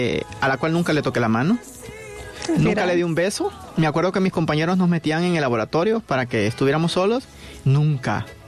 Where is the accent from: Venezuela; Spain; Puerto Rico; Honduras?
Honduras; Colón; moved away; Tengo mucha familia que tenía medios de comunicación allá en el departamento de Colón, de donde yo vengo, en Honduras